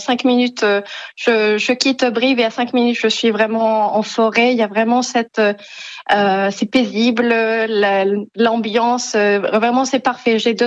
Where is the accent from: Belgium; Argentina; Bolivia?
Bolivia; La Paz; French is a second language; moved away as an adult; also born or lived in Lyon / Quebec; now in France; je viens de La Paz, la capitale de Bolivie. Donc c'est une ville très très grande, à peu près 2 millions d'habitants, et c'est une ville à 3600 mètres d'altitude, donc je suis une fille des montagnes.